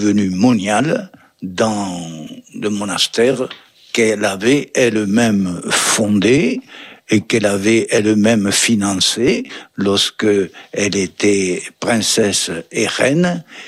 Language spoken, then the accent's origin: French; Brittany, France; Chez nous, en Bretagne, à Vannes